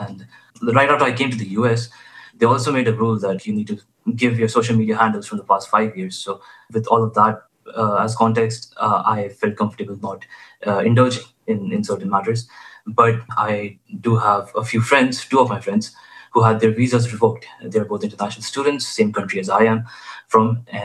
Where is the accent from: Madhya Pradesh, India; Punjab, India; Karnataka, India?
Madhya Pradesh, India; Bhopal; English is a second language; moved away as an adult; now in United States; I grew up in Bhopal in India, so that's where I'm originally from. And I finished my high school, and for my bachelor's, I came to the U.S. when I was 17